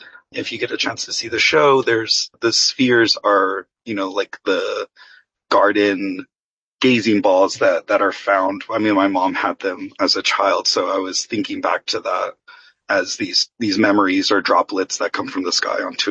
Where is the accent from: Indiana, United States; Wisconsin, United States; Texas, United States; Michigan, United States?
Texas, United States; El Paso; You know, I grew up in El Paso, went through elementary through high school there.